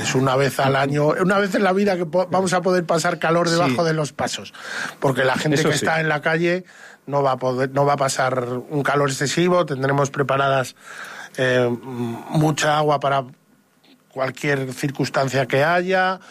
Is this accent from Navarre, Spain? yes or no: no; Zamora, Castile and León, Spain; somos de Zamora